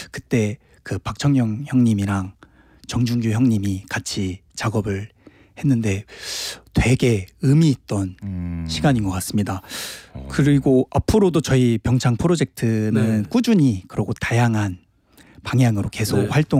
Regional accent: Seoul, South Korea; born there; 네, 저는 서울에서 태어나서

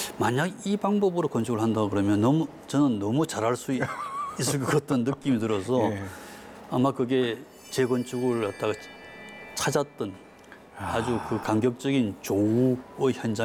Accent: Busan, South Korea; 부산으로까지 피난 가서 거기서 태어났습니다.

